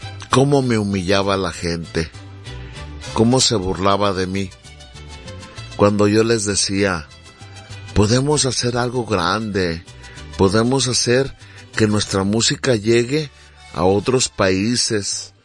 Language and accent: Spanish; Guadalajara, Jalisco, Mexico; now in El Paso, United States; Yo radico acá en El Paso, Texas. Soy originaria de Guadalajara.